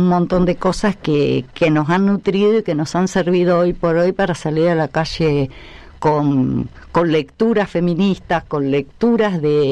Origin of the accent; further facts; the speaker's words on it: Mercedes, Buenos Aires Province, Argentina; Básicamente, yo soy bonaerense, soy nacida en Mercedes, provincia de Buenos Aires, hija única